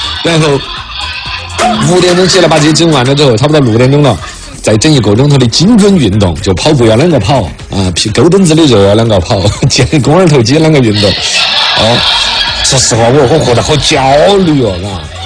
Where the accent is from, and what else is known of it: China